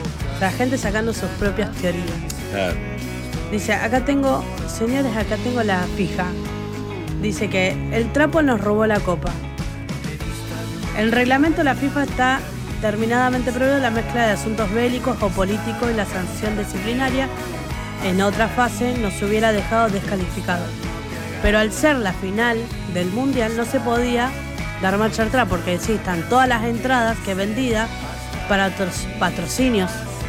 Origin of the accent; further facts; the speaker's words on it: Argentina; nosotros somos argentinos